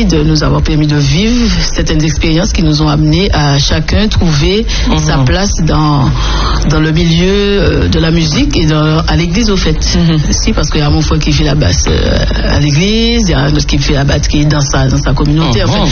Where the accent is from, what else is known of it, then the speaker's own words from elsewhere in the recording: Martinique; born there; Et donc je fais partie de ceux qui sont nés en Martinique.